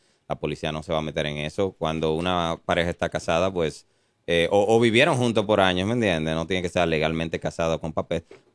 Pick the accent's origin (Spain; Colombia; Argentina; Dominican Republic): Dominican Republic; me reconocen por mi acento.